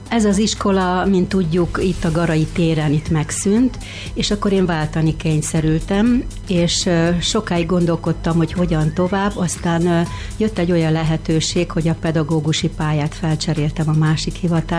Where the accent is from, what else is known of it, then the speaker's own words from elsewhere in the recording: Szekszárd, Tolna, Hungary; also born or lived in Majos; Első pár évemtől eltekintve tulajdonképpen én szekszárdi vagyok. Nem itt születtem, mert édesapám ugye Majoson kezdett tanítani, tehát én abban az években születtem, amikor ők ott tanítottak. De az én életem Szekszárdhoz kötődik, tehát itt jártam iskolába, általános iskola, gimnázium